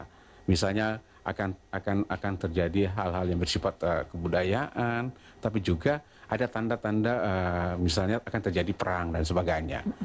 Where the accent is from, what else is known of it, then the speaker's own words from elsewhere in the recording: Maluku, Indonesia; Nah, karena kita orang Maluku ini identik dengan musik, sering disampaikan ya dena orang musik itu, orang Ambon itu musik.